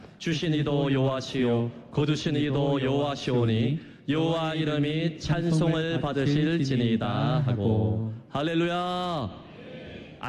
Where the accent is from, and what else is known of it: Geochang, South Gyeongsang, South Korea; born or raised there; moved away